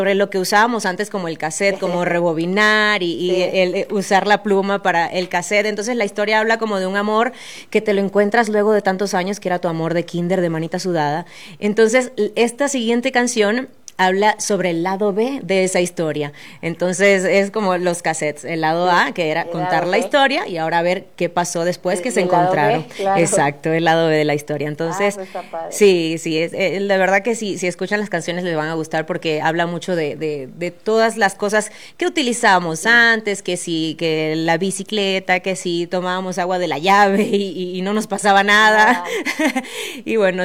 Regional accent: Venezuela; Yo, por ejemplo, soy venezolana, también tenemos un compañero de República Dominicana, tenemos algunos de Argentina, de Brasil, entonces hay de todo un poquito.

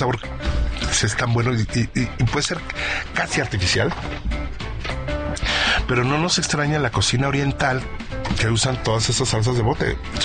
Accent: Mexico

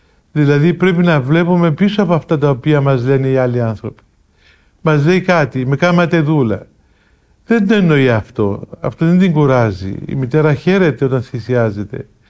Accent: Greece; εμείς ως Έλληνες και ως Ορθόδοξοι

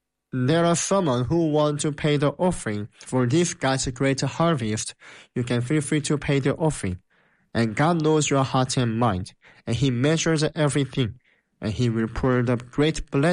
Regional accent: South Korea; I am the missionary from South Korea.

